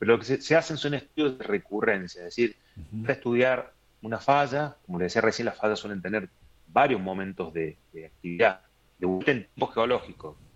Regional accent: Córdoba, Argentina; moved away as an adult; now in Mendoza, Argentina; Yo soy de Córdoba, pero hace 11 años estoy acá en Mendoza

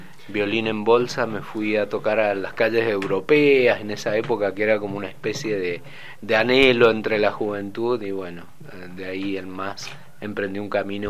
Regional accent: Mendoza, Argentina; yo soy de aquí, de Mendoza, un ciudadano, sería lacerino.

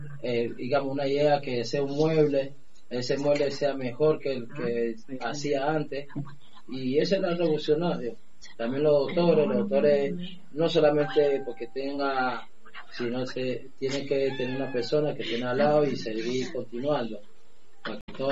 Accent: Colombia; moved away; porque no soy de acá, porque soy colombiano

